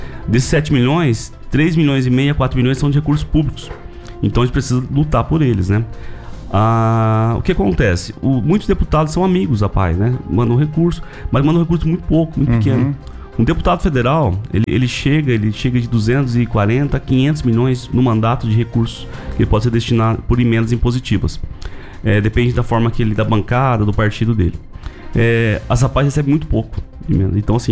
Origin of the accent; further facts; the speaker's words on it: Rolândia, Paraná, Brazil; a minha cidade natal, Rolândia